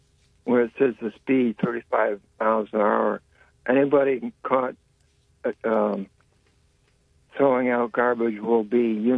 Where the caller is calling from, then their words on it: Jefferson, Ohio, United States; I'm from Jefferson, Ohio.